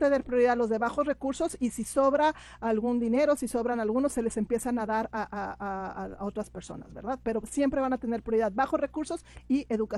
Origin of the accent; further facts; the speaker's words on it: El Paso, Texas, United States; also born or lived in Arizona; estuvimos haciendo ese trabajo en Arizona por muchos años, pero ya estamos aquí en El Paso, yo soy del Paso